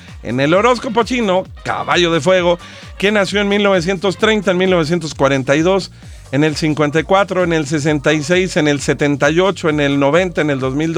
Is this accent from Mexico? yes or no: yes; Mexico